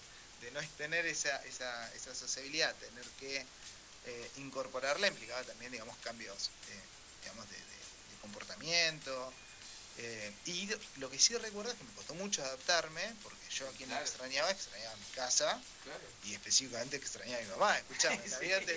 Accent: Luis Beltrán, Río Negro, Argentina; Sí, pero real, de los nacidos de verdad en el hospital de Luis Beltrán y criado en este pueblo.

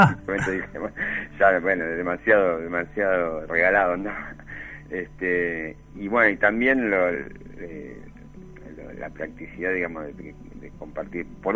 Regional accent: Bernal, Buenos Aires Province, Argentina; moved away as an adult; also born or lived in Avellaneda; now in Buenos Aires, Argentina; yo me crié en Bernal. Sí. Fui al normal de Quilmes. Ajá. Desde el jardín hasta el secundario.

